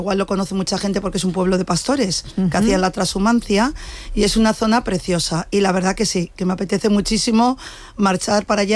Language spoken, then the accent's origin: Spanish; Salamanca, Castile and León, Spain; moved away; yo vivía en Salamanca, de Salamanca de toda la vida, sí tenía un pueblo donde había vivido mi padre, que era Cantalapiedra, y a veces íbamos ahí, pero no era mi pueblo.